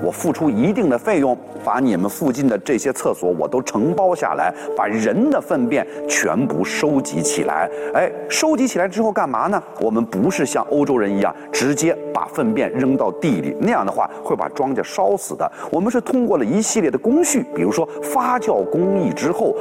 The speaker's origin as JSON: {"language": "Chinese", "country": "China"}